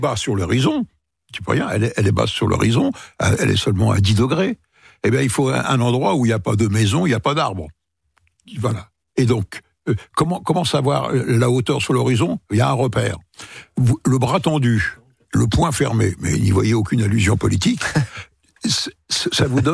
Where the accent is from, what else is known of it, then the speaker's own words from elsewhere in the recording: Paris, Île-de-France, France; moi je parle pour Paris, en tant que Parisien